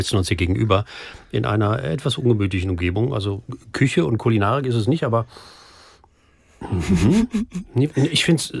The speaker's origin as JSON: {"language": "German", "region": "North Rhine-Westphalia", "country": "Germany", "tie": "born or raised there", "said": "Ich bin ein Kind des Reviers, werde ich ja nicht müde zu erzählen."}